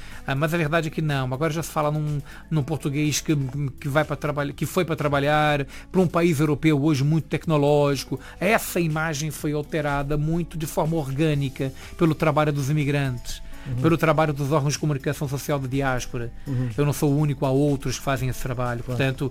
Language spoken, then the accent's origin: Portuguese; Rio de Janeiro, Brazil; no bairro onde eu fui criado, que é Tijuca, onde os portugueses se concentravam.